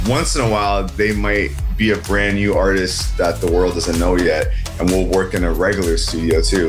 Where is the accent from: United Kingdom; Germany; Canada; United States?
Canada; Growing up in Canada, in the school system, they couldn't always get it right.